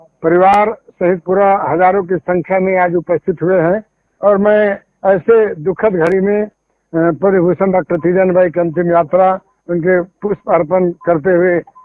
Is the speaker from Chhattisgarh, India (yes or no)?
yes; Chhattisgarh, India